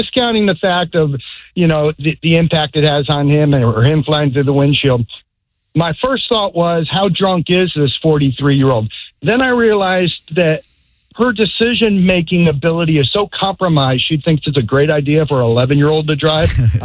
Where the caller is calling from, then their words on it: Sarasota, Florida, United States; from Sarasota.